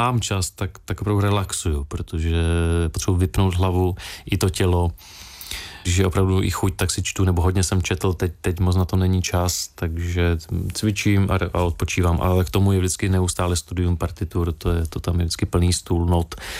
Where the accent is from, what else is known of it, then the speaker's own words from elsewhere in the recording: Litomyšl, Pardubice Region, Czechia; also born or lived in Frýdek-Místek / Kroměříž / Brno; now in Ostrava, Czech Republic; Já jsem se narodil ve Frýdku Místku, takže tam jsem žil, teď žiju v Ostravě, zároveň jsem ale celé dětství vyrůstal v Litomyšli